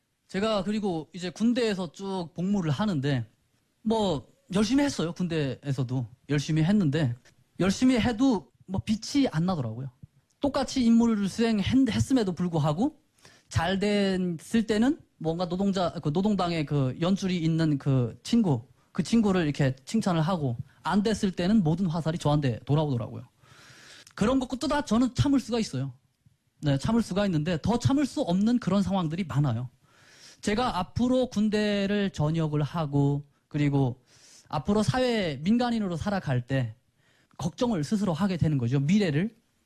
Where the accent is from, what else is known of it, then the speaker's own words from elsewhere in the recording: North Korea; 저도 사실 북한에서 태어났으니까 북한에서 어떻게 하나 좀 더 나은 삶을 찾기 위해서 그리고 더 나은 세상을 만들기 위해서 열심히 해야 된다고 생각을 했죠.